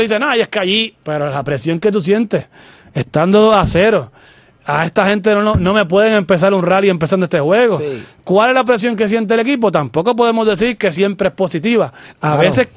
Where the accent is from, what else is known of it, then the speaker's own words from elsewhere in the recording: Puerto Rico; yo soy boricua.